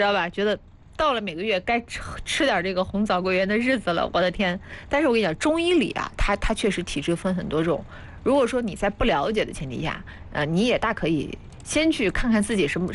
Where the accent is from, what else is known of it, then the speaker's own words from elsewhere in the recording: Anhui, China; 我们这边你也知道，我们安徽这边啥东西都红烧啊，干煸啊，炖的。